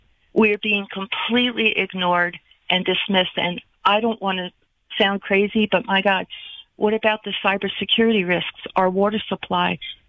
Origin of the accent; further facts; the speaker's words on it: Saugerties, New York, United States; I'm from Saugerties in the Hudson Valley